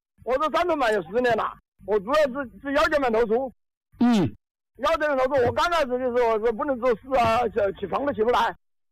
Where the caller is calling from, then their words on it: Tianmen, Hubei, China; 我是天门的，天门是坡墙镇，